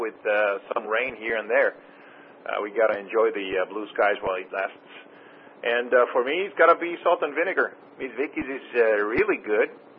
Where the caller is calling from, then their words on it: Hollywood, United States; 78 degrees down here in Hollywood